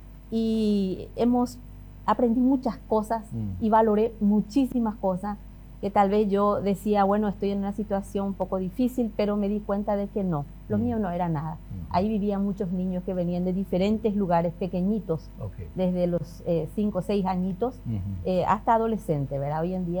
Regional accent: Coronel Oviedo, Caaguazú, Paraguay; born there; moved away as an adult; now in Chaco, Paraguay; Nací en Coronel Oviedo.

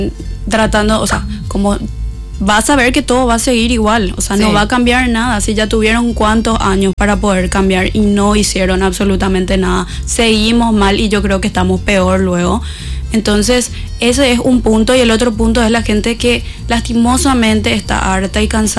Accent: Luque, Central, Paraguay; born there; Yo soy luqueña de corazón, luqueña de nacimiento, amo mi pueblo

